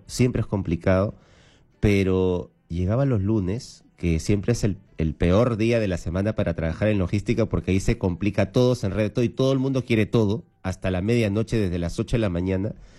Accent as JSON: {"language": "Spanish", "region": "Lima", "country": "Peru", "also_born_or_lived": "Ica", "moved": "yes", "lives_now": "Callao, Peru", "said": "Yo vengo de Ica, en realidad yo vengo de Ica, hace 2 meses estoy aquí ya viviendo en Lima, pero yo vengo de Ica. O sea, yo soy de Lima, pero me mudé a Ica porque ahí tenemos nuestra casa."}